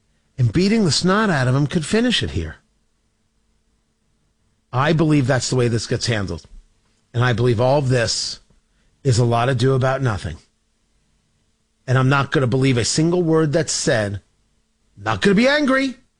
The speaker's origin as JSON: {"language": "English", "country": "United States", "said": "my answer as an American is, show me."}